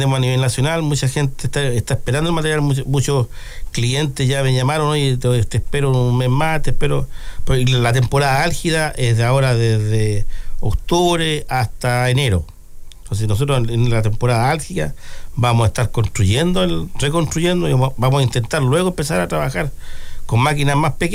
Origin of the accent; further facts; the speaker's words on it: Curanilahue, Biobío, Chile; Yo soy de Curanilagüe, bueno, de tomo y lomo. Me encanta mi pueblo. Yo creo que voy a morir aquí.